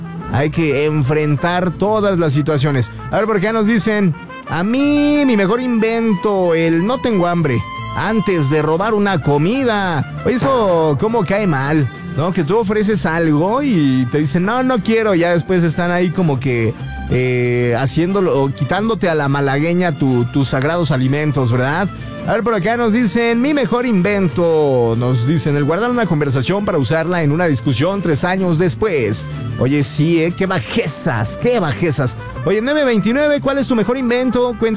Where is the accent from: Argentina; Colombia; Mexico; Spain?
Mexico; yo soy mexicano